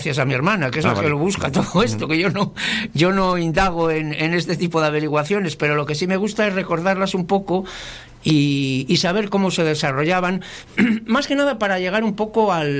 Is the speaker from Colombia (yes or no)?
no; Laredo, Cantabria, Spain; para los que somos de Laredo